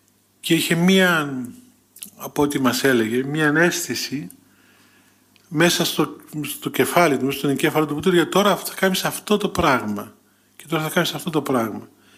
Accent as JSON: {"language": "Greek", "town": "Thessaloniki", "region": "Central Macedonia", "country": "Greece", "said": "Από πού είσαι, είμαι από την Ελλάδα, από τη Θεσσαλονίκη."}